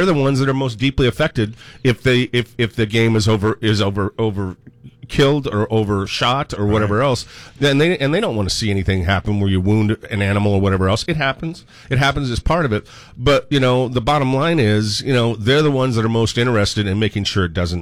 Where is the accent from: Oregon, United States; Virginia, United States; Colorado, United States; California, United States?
Oregon, United States; I grew up in Eastern Oregon. I grew up on a ranch.